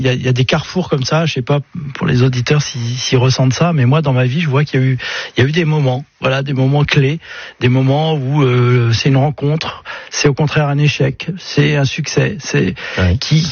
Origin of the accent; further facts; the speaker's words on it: Rance valley, Brittany, France; je suis breton et puis je le ressens profondément. Donc, de la vallée de la Rance, juste derrière Saint-Malo, effectivement.